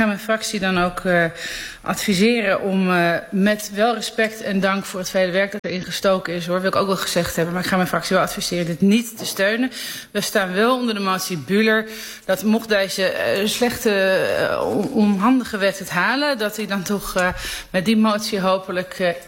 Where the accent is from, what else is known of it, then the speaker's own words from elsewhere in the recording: Amsterdam, North Holland, Netherlands; als geboren en getogen Amsterdammer. En mijn vader is in dezelfde wijk en in dezelfde generatie als Cruijff opgegroeid in de Meer. En ik 1 buurt verder.